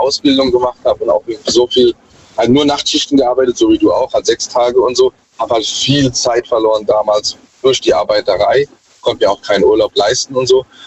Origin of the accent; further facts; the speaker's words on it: Mannheim, Baden-Württemberg, Germany; Aus Mannheim.